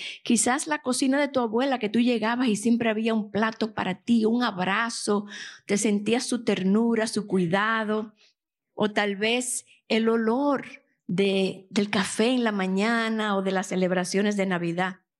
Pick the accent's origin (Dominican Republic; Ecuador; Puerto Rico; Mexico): Dominican Republic; now in United States